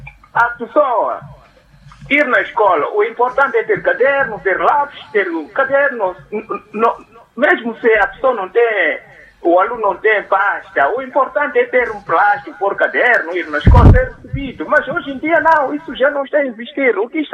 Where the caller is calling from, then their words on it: Inhambane, Mozambique; falo de Blancouro, província de Inhambane.